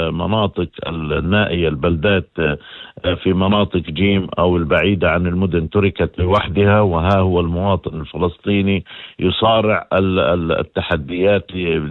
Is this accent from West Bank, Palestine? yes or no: yes; Burqa, West Bank, Palestine